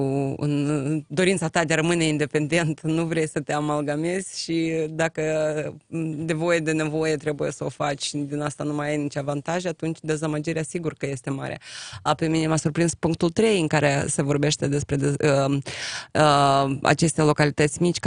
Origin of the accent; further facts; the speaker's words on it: Căsănești, Telenești District, Moldova; Chiar vorbesc despre satul meu, da? Noi avem două sate, Căsănești, Vaduleca